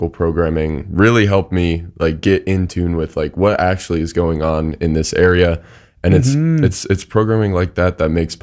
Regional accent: Dayton, Ohio, United States; I'm obviously from Dayton, Ohio, so I know nothing about this place.

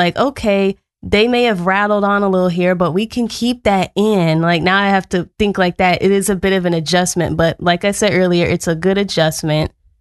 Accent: Detroit, Michigan, United States; moved away as an adult; now in Muncie, Indiana, United States; I'm from Detroit, Michigan. It's about 5 hours from here.

